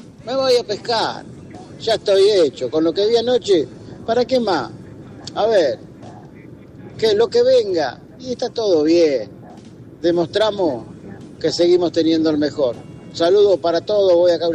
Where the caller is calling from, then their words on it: Henderson, Buenos Aires Province, Argentina; de Henderson.